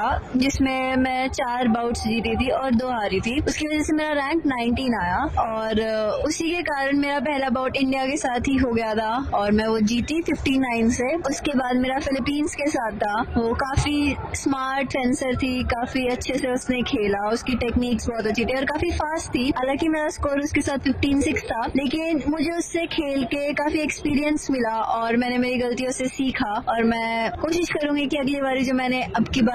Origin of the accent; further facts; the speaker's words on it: Haryana, India; Hello Akashvani listeners … मैं हरियाणा से हूँ और मेरी एज 18 ईयर है।